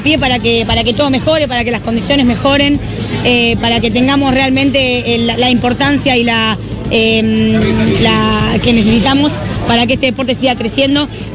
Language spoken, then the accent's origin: Spanish; Argentina; Lo que hace que sabemos que somos como argentinas, todo cuesta un poquito más